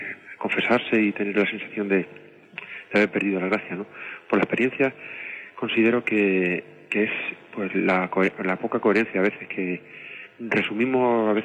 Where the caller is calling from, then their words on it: Alicante, Valencian Community, Spain; de Alicante.